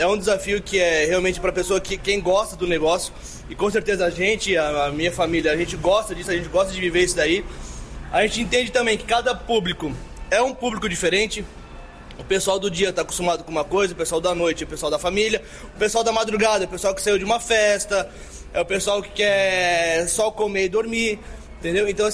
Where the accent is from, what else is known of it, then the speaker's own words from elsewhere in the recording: Santa Catarina, Brazil; a gente é de Santa Catarina, a gente é uma empresa totalmente familiar, ela começou há 26 anos com meu pai e sua esposa em Santa Catarina